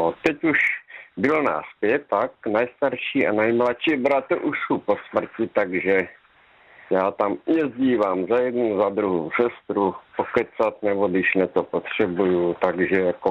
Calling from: Topolná, Zlín Region, Czechia; Dobrý večer, ano, tady v Topolné, ale pocházím za Luku.

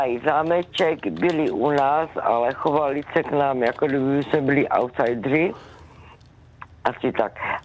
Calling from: Javorník, Olomouc Region, Czechia

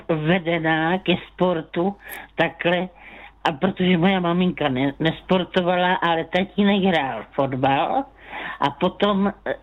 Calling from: Brno, South Moravian Region, Czechia; já jsem, že jsem z Brna

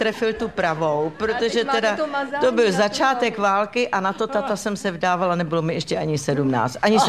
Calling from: Plzeň Region, Czechia; pak jsme z Plzeňska

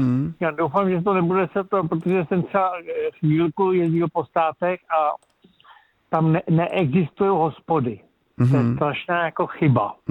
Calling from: Ústí nad Labem, Ústí nad Labem Region, Czechia; já jsem z Ústí

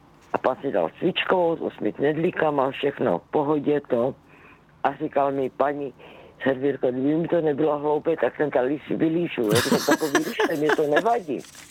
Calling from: Jeseník, Olomouc Region, Czechia; Krásný zbytek léta, pokud to jde u nás v Jeseníku, kde pracují a v Javorníku prší

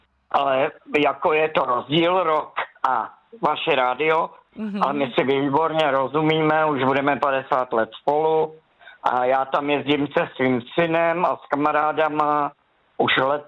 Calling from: Štětí, Ústí nad Labem Region, Czechia; Já jsem ze Štětí, je to na severu, kousek od Mělníka

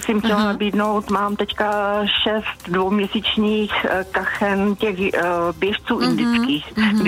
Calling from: Pardubice Region, Czechia; Mezi Chrudimí a Pardubicemi.

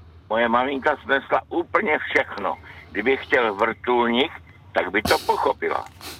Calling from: Olomouc, Olomouc Region, Czechia; z Olomouce.

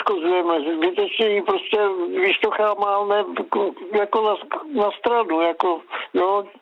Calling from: Plzeň, Plzeň Region, Czechia

